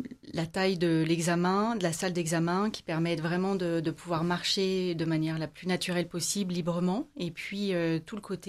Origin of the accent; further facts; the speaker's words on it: Saint-Étienne, Auvergne-Rhône-Alpes, France; Alors déjà, je suis stéphanoise